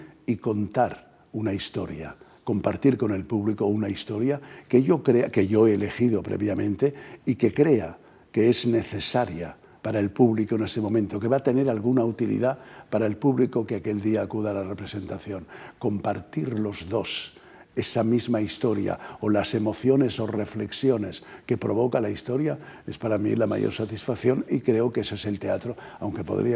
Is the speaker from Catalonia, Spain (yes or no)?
yes; Mollet del Vallès, Catalonia, Spain; del pueblo donde yo nací, Mollet, al lado de Barcelona